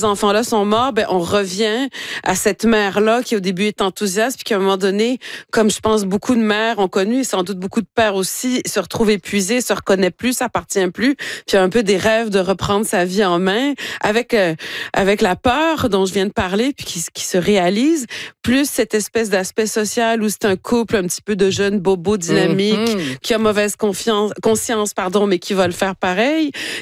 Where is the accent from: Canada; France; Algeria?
Canada; Chicoutimi, Quebec; mais je suis née au Saguenay, à Chicoutimi, j'ai grandi ici